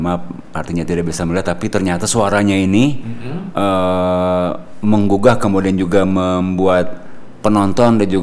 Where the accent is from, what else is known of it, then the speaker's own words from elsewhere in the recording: Banten, Indonesia; kita juga sebagai warga Banten merasa bangga